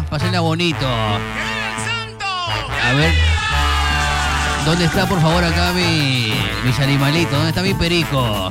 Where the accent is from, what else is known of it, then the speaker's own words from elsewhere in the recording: Callao, Peru; mi barrio tranquilo, mi barrio del Callao.